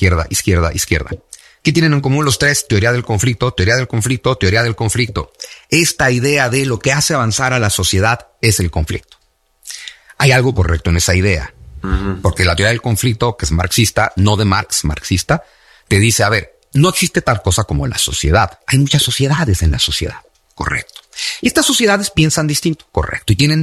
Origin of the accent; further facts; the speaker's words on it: Mexico; no somos europeos. O sea, somos mexicanos, somos un poquito europeo y un poquito de lo de acá